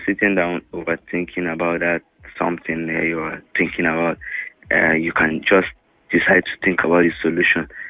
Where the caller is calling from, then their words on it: Suleja, Niger State, Nigeria; calling from Suleja.